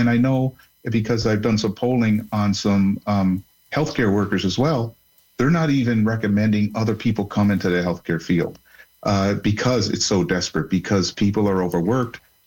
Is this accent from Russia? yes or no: no; Nova Scotia, Canada; I'm from Nova Scotia and I was waiting up to a year for it.